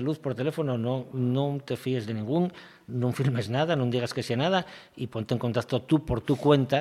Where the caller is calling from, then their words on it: Mieres, Asturias, Spain; vivo en Mieres, en un pueblo de Mieres